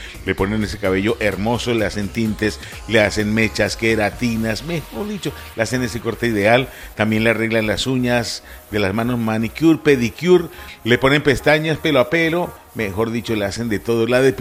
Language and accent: Spanish; Colombia; now in Spain; en mi país, en Colombia